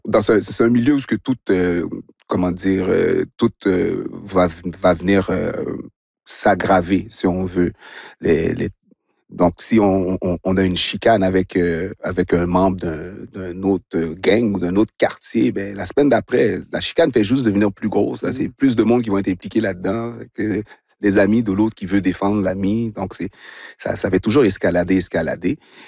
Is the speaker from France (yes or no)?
no; Montreal, Quebec, Canada; Moi, j'ai grandi à Rivière-des-Prairies et Montréal-Nord.